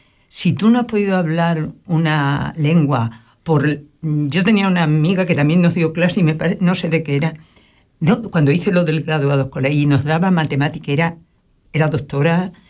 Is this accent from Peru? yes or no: no; southern Spain, Spain; accent: Spanish, southern; a mí cuando hablo el alemán y eso me notan enseguida mi acento español, incluso del sur, porque me como los finales